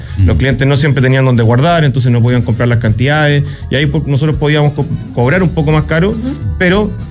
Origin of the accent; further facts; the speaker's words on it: Pirque, Santiago Metropolitan Region, Chile; Porque yo crecí en Pirque y él vivía en Cajón del Maipo.